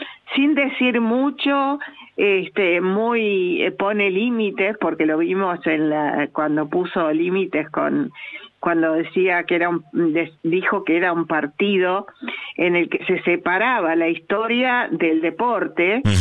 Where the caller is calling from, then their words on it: Acasuso, Buenos Aires Province, Argentina; de Acasuso.